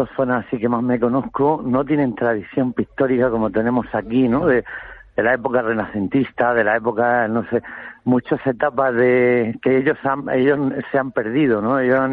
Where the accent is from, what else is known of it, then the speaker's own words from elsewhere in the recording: Region of Murcia, Spain; El lugar de origen mío, claro, de mi tierra, de Murcia.